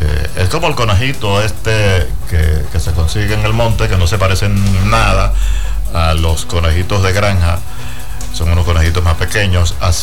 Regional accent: Caripito, Monagas, Venezuela; born or raised there

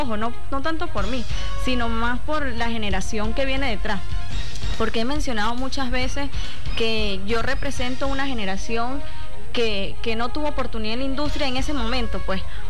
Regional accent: Venezuela; nos han afectado como venezolanos

